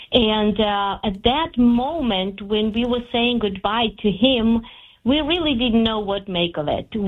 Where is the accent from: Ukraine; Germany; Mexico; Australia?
Ukraine; now in United States?; After he passed away, I went to Ukraine, to my home country, and I believe it was not accidentally, I met people who were promoting sanctity of life